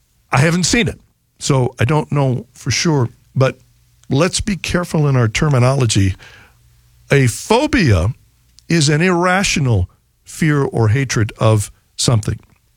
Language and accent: English; Nebraska, United States; growing up in the Cathedral area